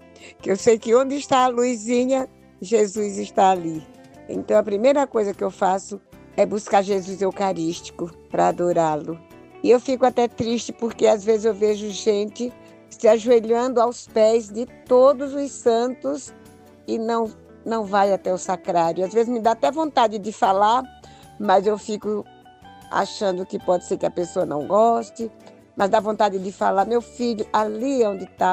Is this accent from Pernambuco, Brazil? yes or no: yes; Pernambuco, Brazil; now in São Paulo, Brazil; eu sou natural de Pernambuco, mas moro em São Paulo.